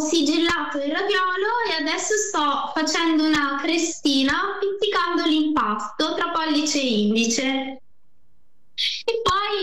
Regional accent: Marche, Italy; now in Milan, Italy; io sono marchigiana di origine anche se vivo da tanti anni a Milano

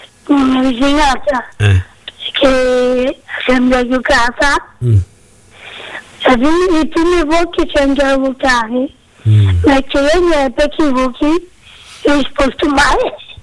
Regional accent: Rossano, Calabria, Italy; Sono di Rossano, sono quello di Elia, no.

